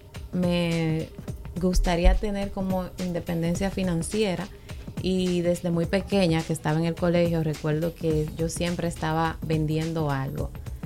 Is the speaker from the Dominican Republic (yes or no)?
yes; Dominican Republic; soy dominicana, tengo 30 años, emprendedora y apasionada por los negocios